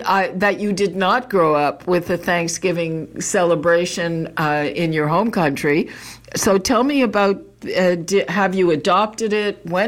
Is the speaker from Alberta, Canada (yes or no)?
no; Quebec, Canada; because I grew up in an immigrant community, never heard of it, but this is in Quebec.